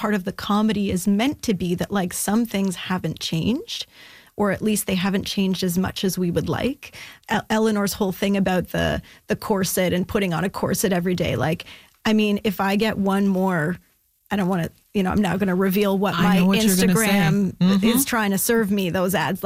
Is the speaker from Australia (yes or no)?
no; Ottawa, Ontario, Canada; I'm actually from Ottawa originally